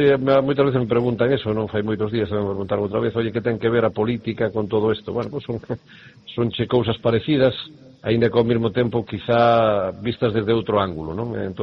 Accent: Galicia, Spain; sobre todo na miña terra, que non é outra que Galicia, non?

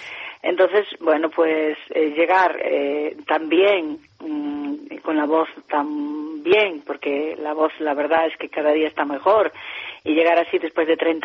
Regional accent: Galicia, Spain; also born or lived in Porto, Portugal; aunque yo nací en Porto, pero vine muy niña para Galicia, adapté una forma de cantar muy luso-galaica

